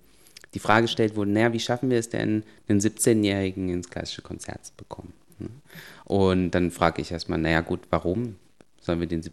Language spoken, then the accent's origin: German; Germany; born there; Also ich selber, ja, ich bin geboren in Deutschland von einem sogenannten bio-weißen deutschen Vater und einer koreanischen Mutter.